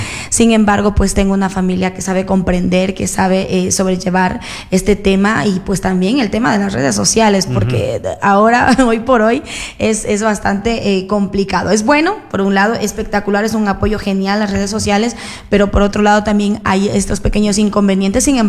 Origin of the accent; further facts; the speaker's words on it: Ecuador; como ecuatorianos tenemos un diverso gusto por los géneros musicales.